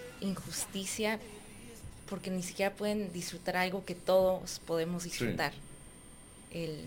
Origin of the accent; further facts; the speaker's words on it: Mexico; porque todos somos mexicanos